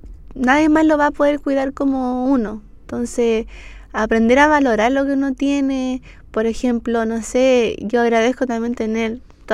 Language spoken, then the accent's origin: Spanish; Viña del Mar, Valparaíso, Chile; now in Santiago, Chile; como soy de Viña, yo, bueno, siempre he bailado